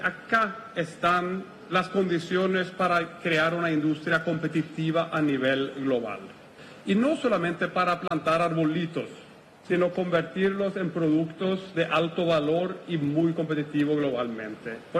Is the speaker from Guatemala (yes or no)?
no; Sweden; moved away as an adult; now in Paraguay; Yo vengo de Suecia. Llevo una década trabajando con Paraguay y desde hace 4 o 5 años radicado aquí con mi esposa muy, muy felizmente.